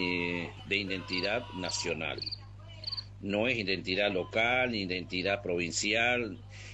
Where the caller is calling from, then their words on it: Argentina; Estoy informado en todo mi país. Soy bien argentino.